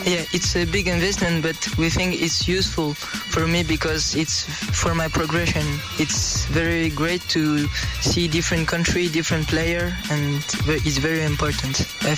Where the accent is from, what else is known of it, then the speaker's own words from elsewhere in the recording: France; English is a second language; I'm 14 years old and I'm from France.